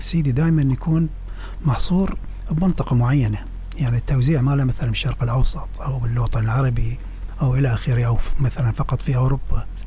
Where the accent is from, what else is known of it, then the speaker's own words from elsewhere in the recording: Basra, Basra Governorate, Iraq; أنا عربي وأنا عراقي